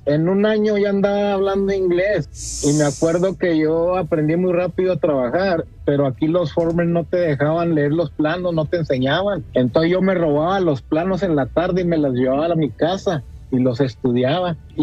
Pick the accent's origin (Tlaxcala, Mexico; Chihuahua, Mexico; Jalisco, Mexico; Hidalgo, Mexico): Chihuahua, Mexico; Ciudad Juárez; now in United States; Soy de Ciudad Juárez, Chihuahua.